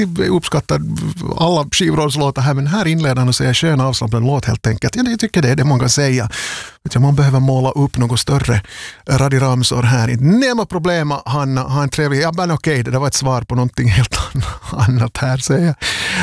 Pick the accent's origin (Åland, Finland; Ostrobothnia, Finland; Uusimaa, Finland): Ostrobothnia, Finland; Vaasa; Eftersom jag nu också sända från Vasa. Jag är Vasabo, jag har bott här hela livet.